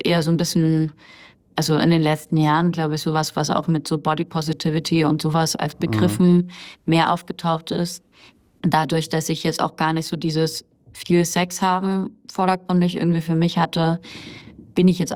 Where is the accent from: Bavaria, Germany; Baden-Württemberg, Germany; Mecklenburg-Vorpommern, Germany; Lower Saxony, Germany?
Bavaria, Germany; Ich bin dann in Bayern aufgewachsen